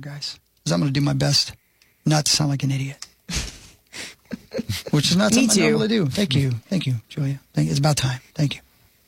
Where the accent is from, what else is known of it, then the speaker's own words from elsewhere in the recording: Indiana, United States; And I grew up in Indiana.